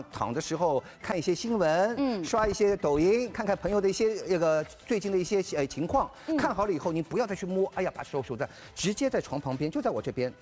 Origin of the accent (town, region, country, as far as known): Shanghai, China